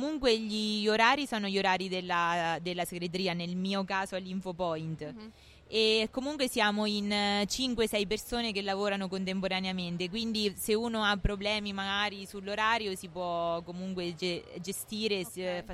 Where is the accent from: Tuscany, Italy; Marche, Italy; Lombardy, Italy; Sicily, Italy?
Marche, Italy; Civitanova Marche; Io vengo da Civitanova